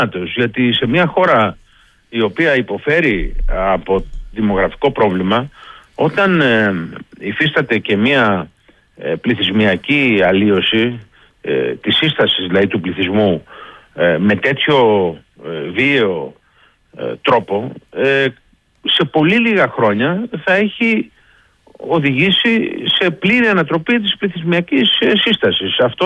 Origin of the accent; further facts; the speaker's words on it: Greece; είμαι Έλληνας.